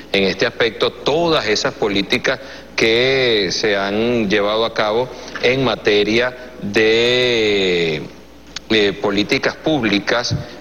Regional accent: Venezuela; nosotros como venezolanos

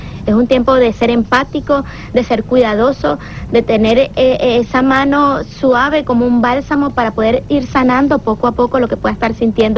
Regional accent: Venezuela; ¿Qué tan malo soy como venezolano para que nos pase esto, nos acontezca esto?

